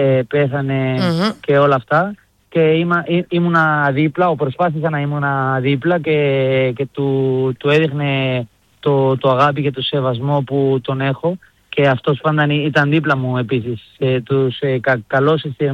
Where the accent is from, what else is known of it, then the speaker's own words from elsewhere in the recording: Mallorca, Balearic Islands, Spain; Greek is a second language; εγώ είμαι από Μαγιόρκα και θέλω να μένω Μαγιόρκα.